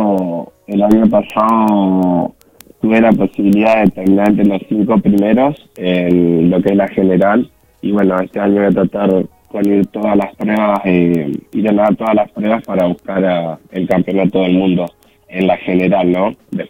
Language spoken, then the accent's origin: Spanish; Argentina; now in Córdoba, Argentina; Quedamos dos argentinos en el podio